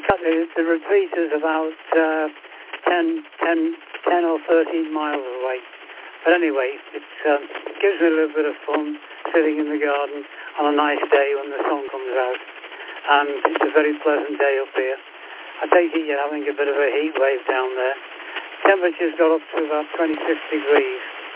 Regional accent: Colchester, East of England, United Kingdom; born there; moved away; also born or lived in Coggeshall; I was born in the southeast, so I know exactly what you're going through. I was born in Colchester and I lived in Coggeshall.

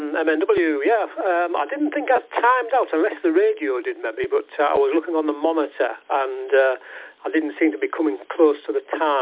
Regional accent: Richmond, Yorkshire and the Humber, United Kingdom; the other station on channel is …, and we're from the Richmond, North Yorkshire area.

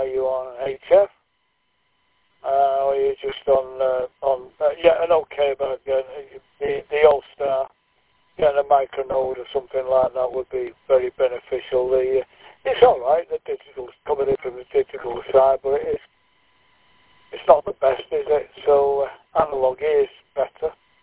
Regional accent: Manchester, North West England, United Kingdom; now in Wrexham, United Kingdom; From Manchester originally. I live in North Wales now, near Wrexham, but I'm from Manchester, born and bred.

